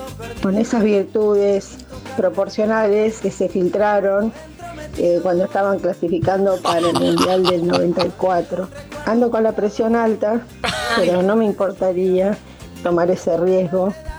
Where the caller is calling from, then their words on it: Longchamps, Buenos Aires Province, Argentina; de Longchamps.